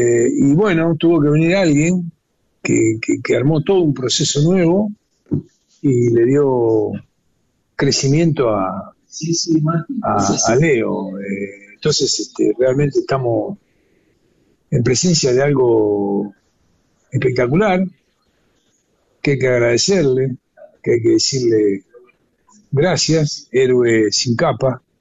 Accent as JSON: {"language": "Spanish", "country": "Argentina"}